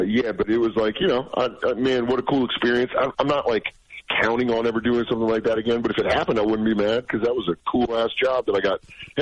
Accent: Colorado, United States; It's like, I'm from Colorado, so I thought it was just for hiking and eating trail mix.

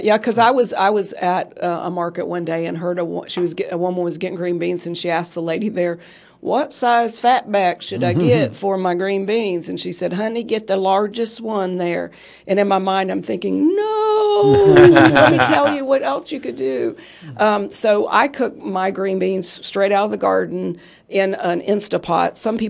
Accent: West Virginia, United States; moved away; I grew up in West Virginia

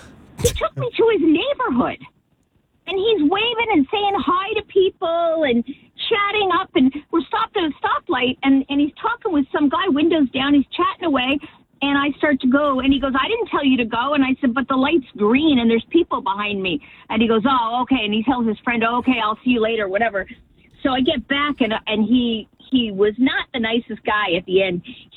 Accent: Quebec, Canada; now in Mount Laurel, United States; So I grew up in Canada

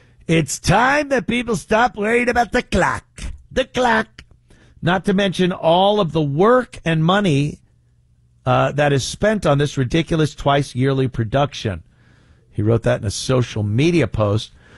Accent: New York, United States; moved away as an adult; now in South Carolina, United States

